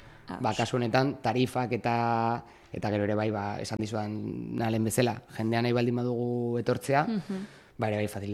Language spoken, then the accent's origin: Basque; Irun, Basque Country, Spain; Hau egira, ba, Irundarra naiz, orain dela 10 urte